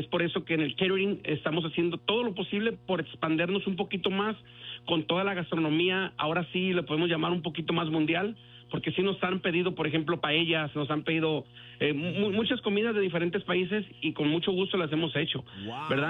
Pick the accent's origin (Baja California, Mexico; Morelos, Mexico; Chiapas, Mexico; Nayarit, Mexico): Nayarit, Mexico; Tepic; now in United States; Fíjate que nosotros somos de Nayarit, del estado de Nayarit, de la parte de Tepic, parte costera también de Santiago Escuintla, Nayarit.